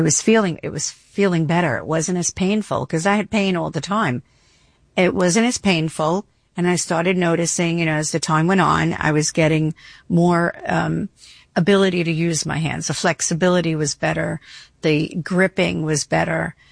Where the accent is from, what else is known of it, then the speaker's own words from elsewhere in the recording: Long Island, New York, United States; I come from Long Island. I take the train in.